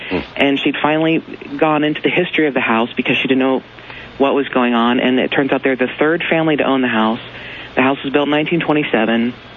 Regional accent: Kentucky, United States; moved away as an adult; now in Los Angeles, United States; I was raised Southern Baptist. I'm from Kentucky originally. I've lived in Los Angeles for 8 years.

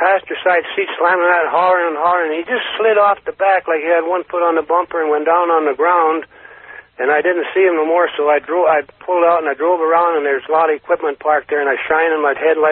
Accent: Carson City, Nevada, United States; from Carson City.

